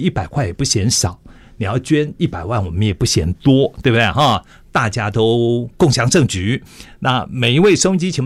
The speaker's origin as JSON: {"language": "Chinese", "country": "Taiwan", "said": "我们台湾人"}